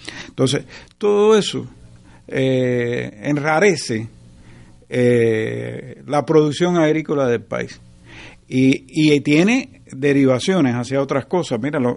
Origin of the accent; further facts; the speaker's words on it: Baracoa, Guantánamo, Cuba; Mira, no es solo La Habana. Mira, yo vengo de Baracoa.